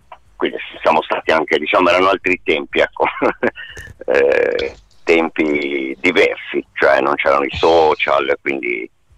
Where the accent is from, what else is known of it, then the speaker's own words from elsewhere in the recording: Iglesias, Sardinia, Italy; io e Fabio siamo cresciuti a Iglesias, cioè per le strade di Iglesias